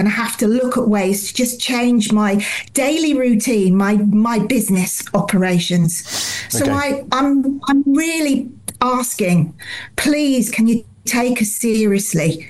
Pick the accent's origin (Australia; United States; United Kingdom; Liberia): United Kingdom; Piddington, England; This has been my home since I was born. I'm born and bred in Piddington.